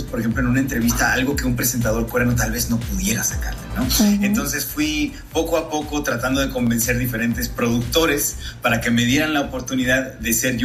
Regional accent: Mexico; moved away as an adult; also born or lived in South Korea; me puso frente a los ojos de los coreanos como el representante de México

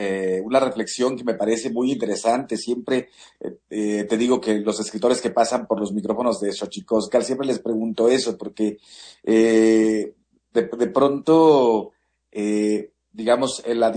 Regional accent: Mexico

